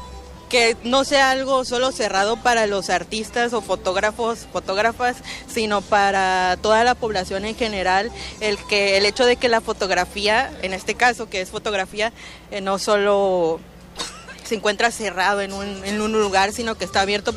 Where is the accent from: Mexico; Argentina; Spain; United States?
Mexico; Tabasco; los que nacimos y crecemos en Tabasco sabemos que pues es un lugar lleno de agua